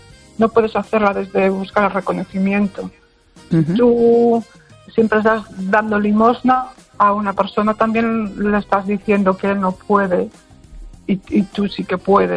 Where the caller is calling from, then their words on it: Pontevedra, Galicia, Spain; Hola, Esther. Buenas noches. … de Pontevedra.